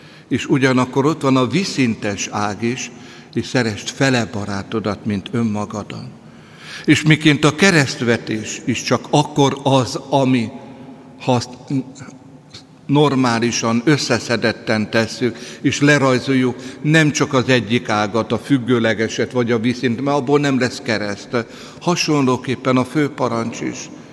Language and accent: Hungarian; Hungary; magyar vagyok és keresztény.